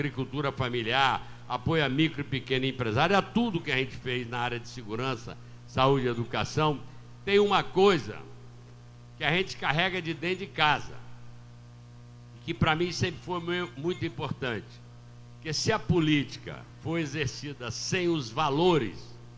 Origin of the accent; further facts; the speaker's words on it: Rio de Janeiro, Brazil; born there; now in Bahia, Brazil; Eu, que nasci no Rio de Janeiro, mas estou na Bahia há 52 anos, com muito orgulho e com muito prazer